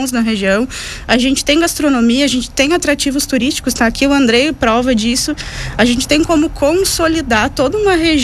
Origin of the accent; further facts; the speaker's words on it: Farroupilha, Rio Grande do Sul, Brazil; Não, mas eu sou de Farroupilha. E aí eu viajei muito, já circulei muito, morei em muitos lugares